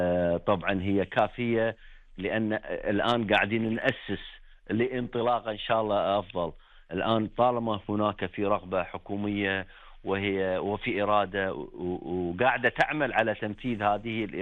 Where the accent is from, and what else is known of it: Kuwait